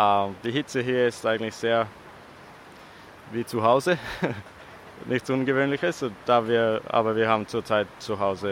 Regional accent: Western Australia, Australia; now in Tasmania, Australia; Ich bin aufgewachsen in Westaustralien.

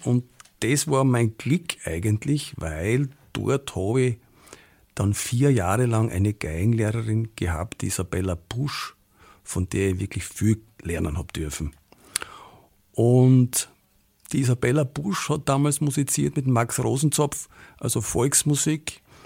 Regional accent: Vorarlberg, Austria; Ja, ich bin in Vorarlberg geboren und auch aufgewachsen. Und zwar in der ÖDK-Siedlung.

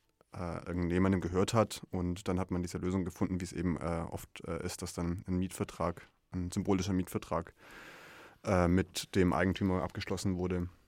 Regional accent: Backnang, Baden-Württemberg, Germany; In dem Jugendzentrum, wo ich aufgewachsen bin, das JC Backnang, ja, bei Stuttgart eben

